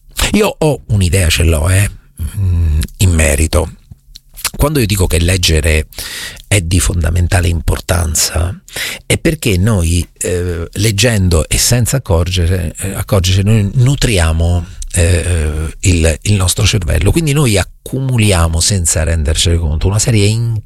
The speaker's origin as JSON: {"language": "Italian", "town": "Recanati", "region": "Marche", "country": "Italy", "tie": "born or raised there", "said": "quando ero piccolo a Recanati, al mio paese"}